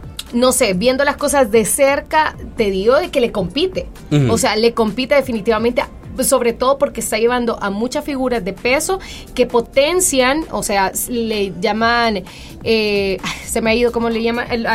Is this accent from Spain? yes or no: no; El Salvador; Nosotros como salvadoreños